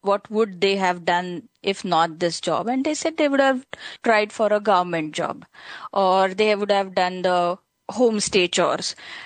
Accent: Mumbai, Maharashtra, India; First of all, being a city girl, I'm born and brought up in Mumbai. So there are very, very few stars that we get to see from Mumbai.

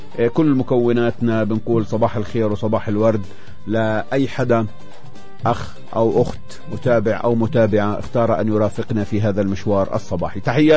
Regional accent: Palestine; كفلسطينيين

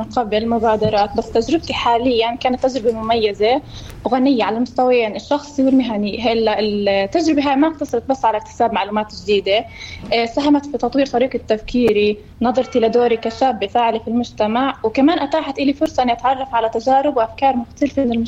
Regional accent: Ein al-Beida, West Bank, Palestine; صرت أكثر ارتباط بقضايا القرية، يعني صرت أكثر حرص على أني أسلط الضوء على احتياجات قرية عين البيضة

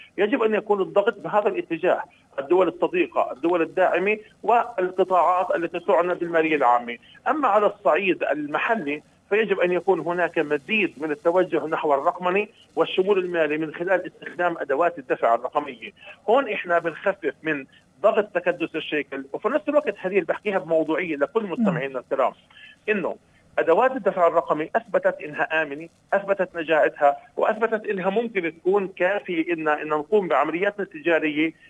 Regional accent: Palestine

